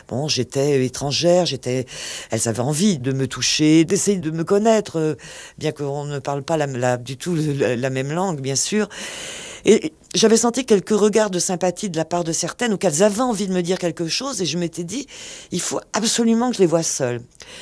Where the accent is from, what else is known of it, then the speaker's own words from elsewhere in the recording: France; moi en tant que Française